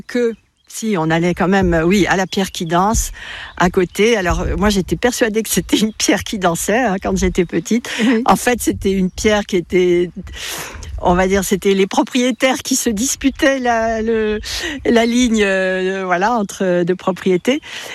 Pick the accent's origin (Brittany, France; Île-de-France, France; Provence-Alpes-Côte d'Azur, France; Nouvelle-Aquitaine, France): Île-de-France, France; Paris; c'est parce que moi quand j'étais petite, j'habitais à Paris